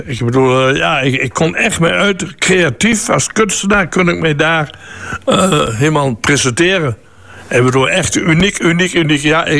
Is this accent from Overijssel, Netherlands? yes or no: yes; Slagharen, Overijssel, Netherlands; moved away; Ik kom origineel uit Slagharen.